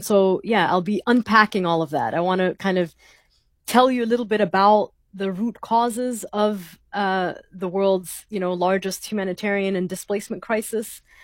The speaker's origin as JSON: {"language": "English", "country": "Sudan", "said": "So I'm originally from Sudan"}